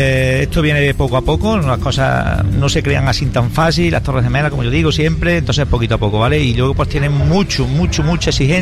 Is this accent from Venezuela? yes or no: no; La Rambla, Andalusia, Spain; Yo cuando hablo siempre digo, vengo, soy de la Rambla